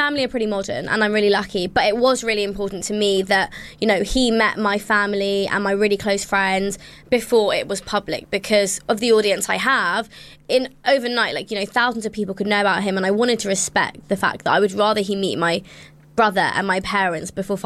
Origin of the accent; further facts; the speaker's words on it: India; I'm also Indian. So whilst we're both Indian, we come from different states and we're different religions.